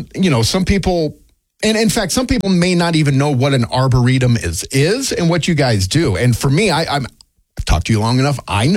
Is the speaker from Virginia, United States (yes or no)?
no; Oregon, United States; now in Northern Nevada, United States; I'm from Oregon and I know that place.